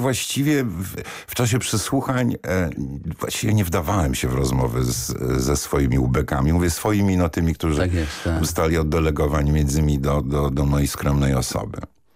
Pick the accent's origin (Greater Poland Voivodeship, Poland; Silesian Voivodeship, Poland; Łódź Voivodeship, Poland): Łódź Voivodeship, Poland; Łódź; w mojej rodzinnej Łodzi. To jest bardzo ważne, bo w Łodzi się urodziłem i tam działałem